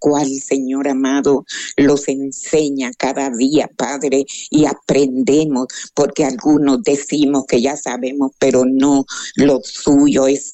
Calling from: Honduras; Mire, yo lo llamo de aquí, de la San Ángel.

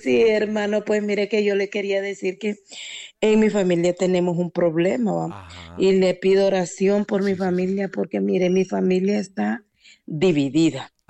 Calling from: Lejamaní, Comayagua, Honduras; lo llamo de Licona, Comayagua

